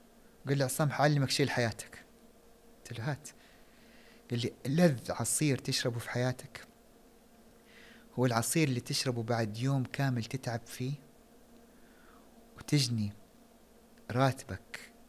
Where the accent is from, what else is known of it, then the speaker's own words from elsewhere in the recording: Saudi Arabia; moved away; قلت له من السعوديه.